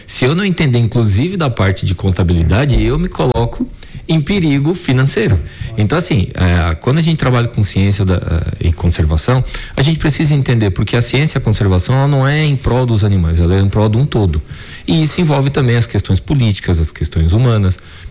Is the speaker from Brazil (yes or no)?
yes; Tubarão, Santa Catarina, Brazil; also born or lived in Porto Alegre; Eu sou nascido em Porto Alegre, né? Mas eu fui criado em Tubarão desde os 2 anos lá no Revoredo. Então eu sou tubaronense, estudei no Deon, na escola técnica